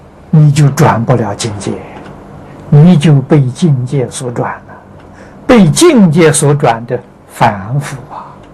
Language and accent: Chinese; China; 那我们中国人称圣人